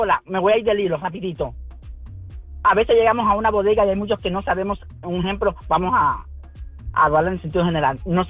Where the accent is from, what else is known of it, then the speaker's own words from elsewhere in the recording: Cuba; Lo primero que voy a decir es que soy cubana 100% y orgullosa